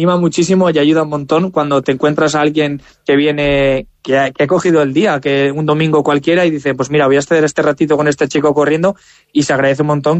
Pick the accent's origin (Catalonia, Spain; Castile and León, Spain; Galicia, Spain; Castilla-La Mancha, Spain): Castilla-La Mancha, Spain; Tarancón; como soy de Tarancón